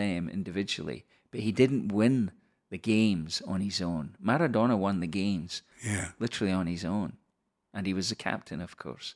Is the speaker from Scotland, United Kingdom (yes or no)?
yes; Scotland, United Kingdom; I worry as a Scottish guy that England do read good, do look good, could win the tournament, which would be a tragedy for me.